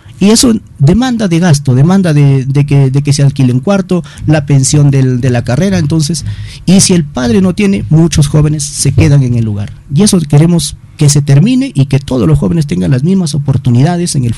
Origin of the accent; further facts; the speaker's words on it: Peru; yo quiero regalar mis mejores años al servicio de mi pueblo, de mi distrito de Gallipampa.